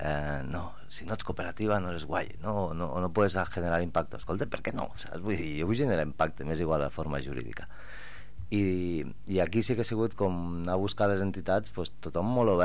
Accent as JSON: {"language": "Catalan", "town": "Lleida", "region": "Catalonia", "country": "Spain", "moved": "yes", "lives_now": "El Prat de Llobregat, Spain", "said": "jo que soc forani entre cometes, ara ja diem que soc lleidatà de Potablava"}